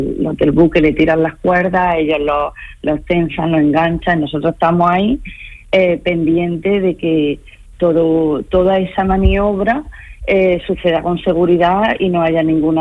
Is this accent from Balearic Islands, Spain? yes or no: no; Linares, Andalusia, Spain; now in Almería, Spain; yo soy de interior, soy de Jaén, de Linares, y hasta que no me vine a vivir aquí a Almería no conocía este mundo